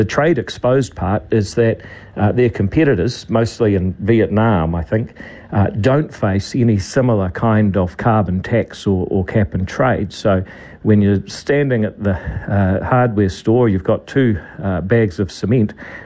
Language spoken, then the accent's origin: English; Whangarei, Northland, New Zealand; I grew up in Whangarei.